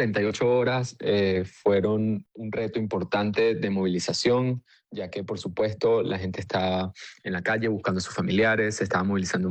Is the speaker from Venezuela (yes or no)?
yes; Venezuela; como un venezolano de 31 años